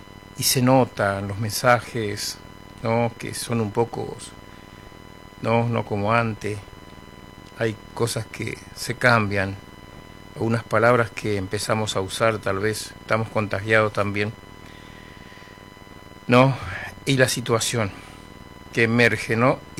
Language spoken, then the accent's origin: Spanish; Argentina